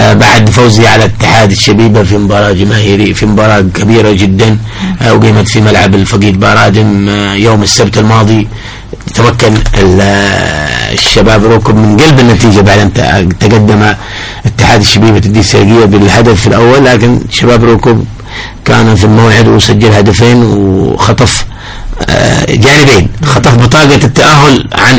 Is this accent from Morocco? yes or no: no; Hadramawt, Yemen; عندنا في حضرموت